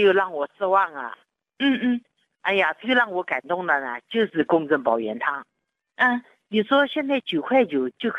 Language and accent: Chinese; Anhui, China; 我呢是安徽的。